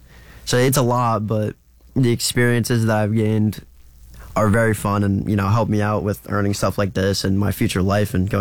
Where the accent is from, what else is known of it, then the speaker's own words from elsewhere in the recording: United States; Well, obviously I'm American.